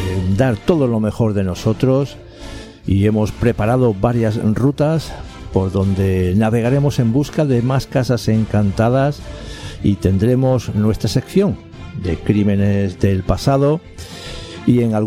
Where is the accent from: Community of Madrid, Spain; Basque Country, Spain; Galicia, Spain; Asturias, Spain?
Asturias, Spain; APQ Radio desde Avilés, Asturias, nuestra tierra.